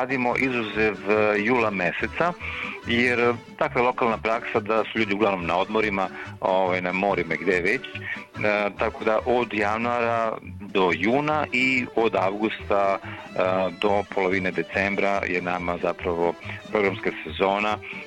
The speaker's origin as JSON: {"language": "Serbian", "town": "Ćićevac", "region": "Rasina District", "country": "Serbia", "also_born_or_lived": "Belgrade", "said": "Vratio sam se u svoj zavičaj pre 5 godina, ja sam inače iz Ćićevca, nisam dugo živeo, to živeo sam u Beogradu i školovao se tako redom."}